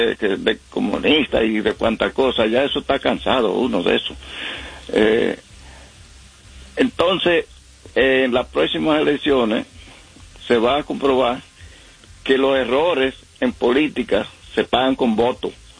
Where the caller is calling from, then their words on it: New Jersey, United States; Bueno, New Jersey.